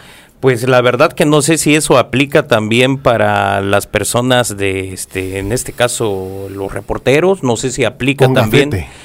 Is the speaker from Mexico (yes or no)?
yes; Mexico; nosotros como buenos mexicanos